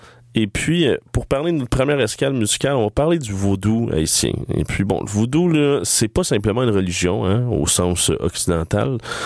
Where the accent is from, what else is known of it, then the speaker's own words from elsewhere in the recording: Colombia; now in Montreal, Canada; la musique colombienne et à ce peuple qui souffre, le peuple de mon pays natal